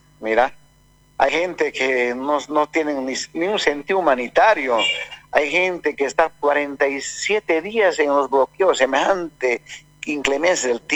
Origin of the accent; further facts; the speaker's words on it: Bolivia; hay cataratas naturales en los yungas de mi pueblo